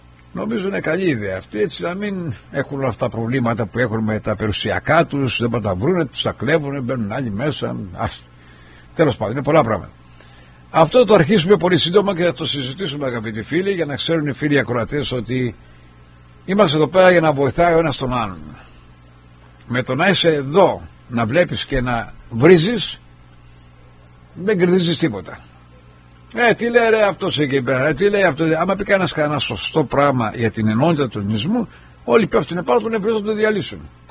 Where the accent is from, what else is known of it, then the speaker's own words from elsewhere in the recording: Argostoli, Ionian Islands, Greece; εγώ είμαι κεφαλονίτης, γέννημα θρέμα αργοστολιώτης.